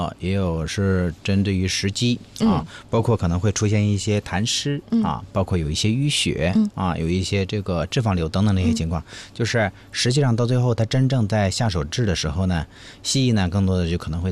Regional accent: Hebei, China; 我们河北人

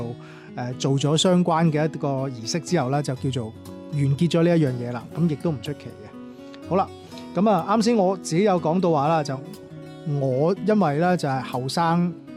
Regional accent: Guangzhou, Guangdong, China; 尽管后期其实我系喺广州长大嘅，我即系我父母嗰代已经出咗嚟广州啦，咁啊喺呢一边咧就成长嘅。

